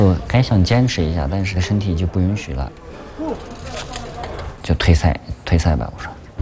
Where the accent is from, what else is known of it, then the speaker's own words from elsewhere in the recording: China; 11个队员全部都是国外的，就我一个中国人。